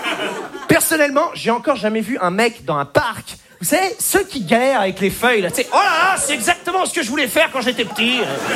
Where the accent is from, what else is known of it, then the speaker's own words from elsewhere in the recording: Normandy, France; now in Paris, France; Moi, à la base, je viens de Normandie.